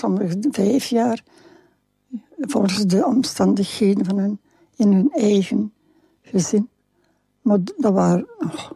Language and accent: Dutch; Flanders, Belgium; Ja, maar ik ben een Vlaming.